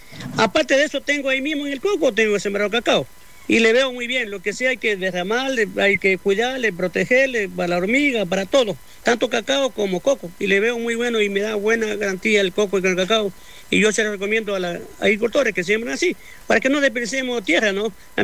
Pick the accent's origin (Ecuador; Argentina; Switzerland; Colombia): Ecuador; Puerto Viejo, Manabí; moved away; Yo vine de la provincia de Manabí, Puerto Viejo.